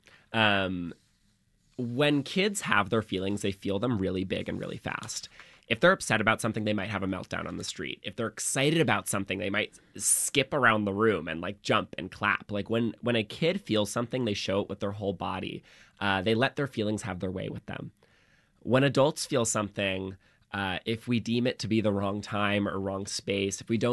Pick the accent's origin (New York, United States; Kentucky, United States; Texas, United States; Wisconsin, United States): New York, United States; New York City; I was raised by three lesbian moms and two gay dads. I had a big queer family. I was raised in Brooklyn.